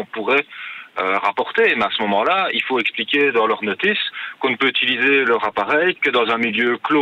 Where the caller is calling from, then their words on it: Sprimont, Wallonia, Belgium; comme j'habite à Sprimont